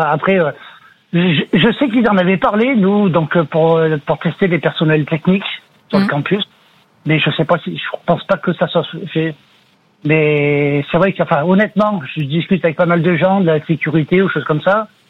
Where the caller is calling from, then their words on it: Villeurbanne, Auvergne-Rhône-Alpes, France; De Villeurbanne, dans le Rhône.